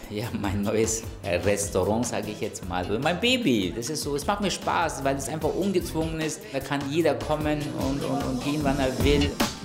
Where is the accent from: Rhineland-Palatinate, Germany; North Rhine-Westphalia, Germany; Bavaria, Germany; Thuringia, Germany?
Bavaria, Germany; Munich; Du, ich komme aus München, du weißt es ja, ich habe Hunger.